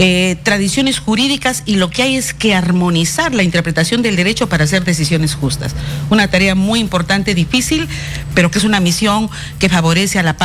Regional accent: Peru; porque soy peruana

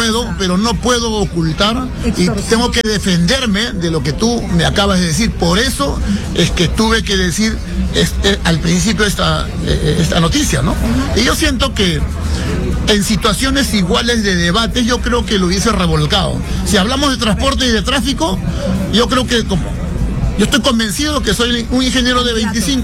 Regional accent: Lima, Peru; esa Lima de donde vengo yo, de Comas, de Coyique, de Ancón y de las Arenas

